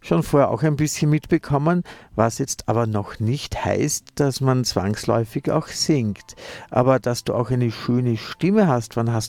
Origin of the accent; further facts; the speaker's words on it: Vienna, Austria; born there; Ich fahre dann auch in meine Geburtsstadt und dann erkunden wir zu dritt Wien.